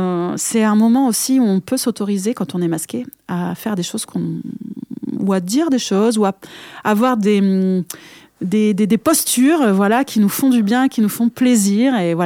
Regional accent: Occitanie, France; chez nous en Occitanie

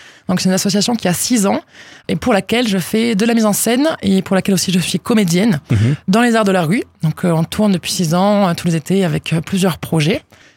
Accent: Salles-sur-Garonne, Occitanie, France; En fait, moi je suis native de... Enfin, je suis toulousaine, mais j'ai grandi à Salles-sur-Garonne.

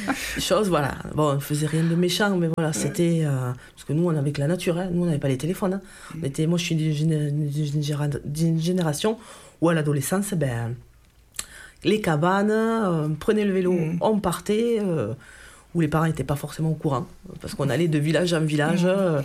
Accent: Occitanie, France; born there; Moi je suis née dans l'Ariège, tout petit village. Dans l'école, on était 12 enfants.

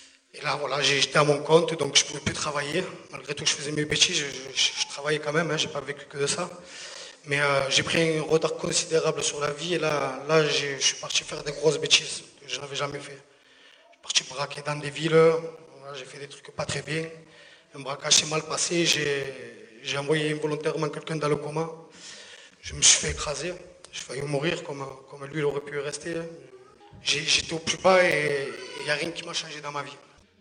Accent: Marseille, Provence-Alpes-Côte d'Azur, France; born there; also born or lived in Fos-sur-Mer / Port-de-Bouc; Je suis né à Marseille, dans les quartiers nord, dans les quartiers très difficiles.

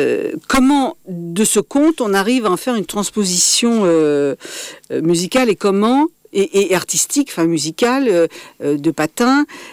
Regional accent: Corconne, Occitanie, France; Parce que comme moi je viens de Corconne, j'ai vu le Pic Saint-Loup ce matin.

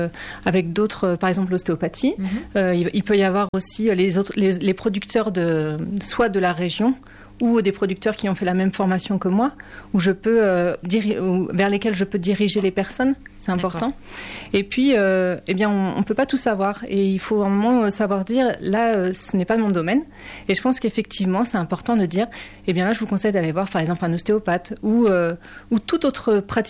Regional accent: Pays de la Loire, France; moved away as an adult; now in Hautes-Pyrénées, France; moi je suis originaire du Maine-et-Loire

